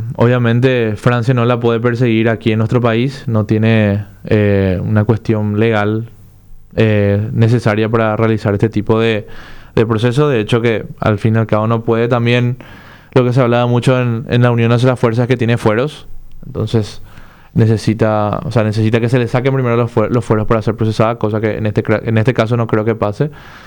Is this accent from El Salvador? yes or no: no; Paraguay; como paraguayos y como muchos sudamericanos también